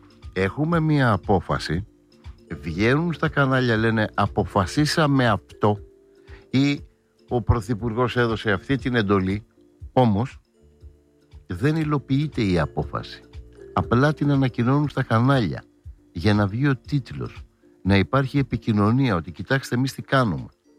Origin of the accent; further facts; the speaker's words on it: Greece; ως Έλληνας πολίτης